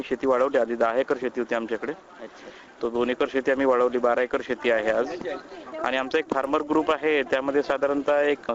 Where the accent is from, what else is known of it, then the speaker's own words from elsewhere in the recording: Matoda, Maharashtra, India; माटोडा तालुका मूर्तिजापूर जिल्हा अकोला.